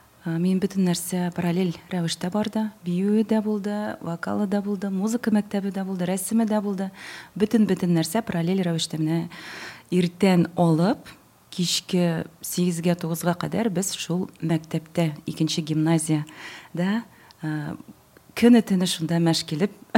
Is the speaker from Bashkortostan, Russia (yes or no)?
no; Nizhnekamsk, Tatarstan, Russia; also born or lived in Kazan; Түбән Камада тудым, үстем. Һәм мине 9-нчы класстан соң Казанга юл тоттым.